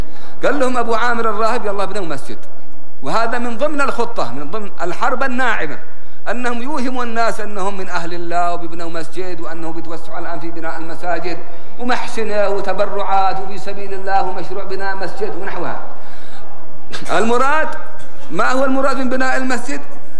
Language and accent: Arabic; Yemen; عندنا في اليمن